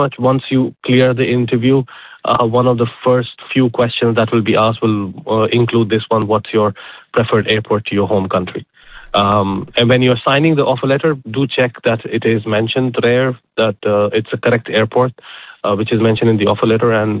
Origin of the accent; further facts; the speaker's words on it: India; like I am from India, and if somebody asks me, okay, what's your airport? So I should choose the nearest airport to my city.